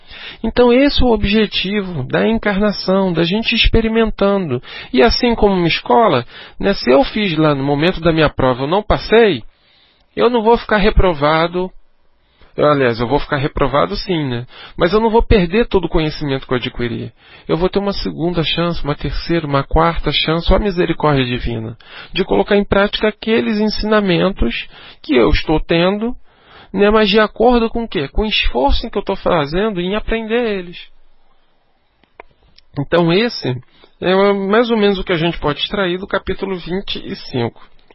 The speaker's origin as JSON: {"language": "Portuguese", "region": "Rio de Janeiro", "country": "Brazil", "tie": "born or raised there", "said": "da minha terra maravilhosa que é Bangu"}